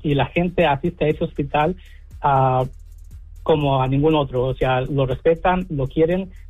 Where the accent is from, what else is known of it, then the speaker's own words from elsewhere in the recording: Durango, Mexico; moved away as an adult; now in United States; Yo vengo de un pueblo de Durango.